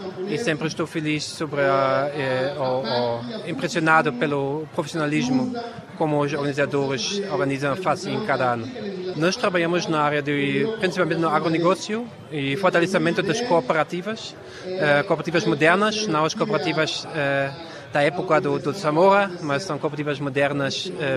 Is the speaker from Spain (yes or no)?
no; Germany; Portuguese is a second language; eu sou da Alemanha